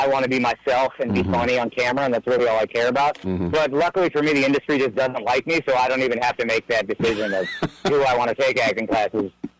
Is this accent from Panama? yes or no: no; India; And it's you feel so stupid as an Indian going there and being like, oh, wow, not everybody's Indian.